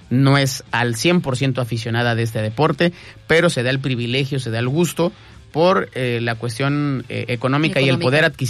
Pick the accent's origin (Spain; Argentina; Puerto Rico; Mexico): Mexico